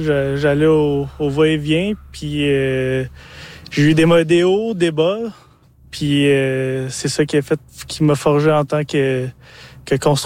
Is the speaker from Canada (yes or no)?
yes; Gatineau, Quebec, Canada; Dans le fond, moi, quand j'étais jeune, je vivais à Gatineau, puis les montgolfières, ils intéressaient à la ferme de mes grands-parents.